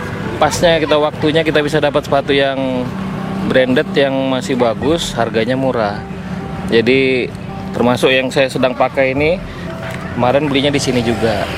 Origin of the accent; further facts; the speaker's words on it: Tarakan, North Kalimantan, Indonesia; Bukan, kita dari Tarakan.